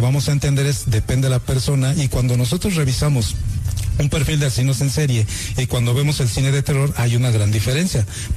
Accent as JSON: {"language": "Spanish", "town": "Ecatepec", "region": "State of Mexico", "country": "Mexico", "said": "Somos de Catepec."}